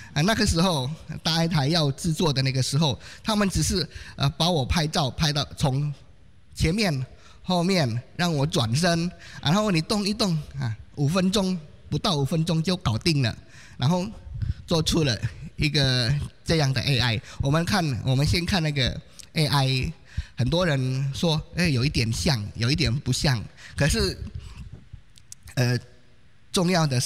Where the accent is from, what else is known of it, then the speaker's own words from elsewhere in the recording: Indonesia; Chinese is a second language; 我们的口音是说 Borobudur 了